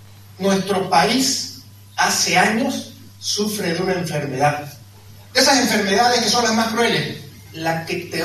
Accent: Santa Cruz, Bolivia; Somos cruceños y somos bolivianos.

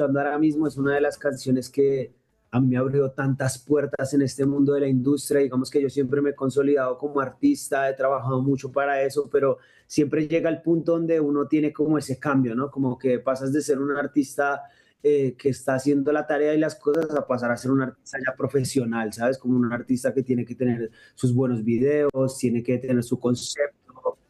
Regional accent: Bogotá, Colombia; artista colombiano, un artista que empezó en un movimiento de la ciudad de Bogotá

